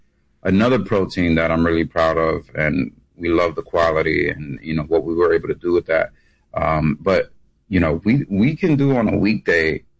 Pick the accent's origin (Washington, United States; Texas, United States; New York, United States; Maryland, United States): New York, United States; Well, I feel like I'm from New York. So like I'm from New York.